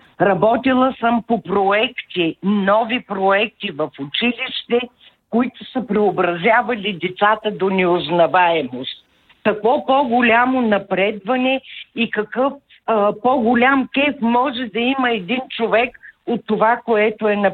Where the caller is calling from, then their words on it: Asenovgrad, Plovdiv Province, Bulgaria; съм от Асеновград.